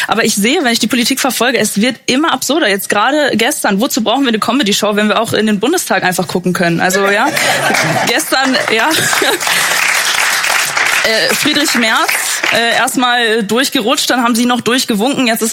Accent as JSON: {"language": "German", "country": "Germany", "said": "als Deutsche"}